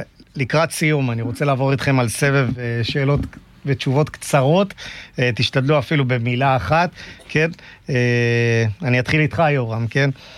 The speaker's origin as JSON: {"language": "Hebrew", "area": "Beit She'an Valley", "region": "Northern District", "country": "Israel", "tie": "born there", "said": "כי נולדתי בעמק הזה."}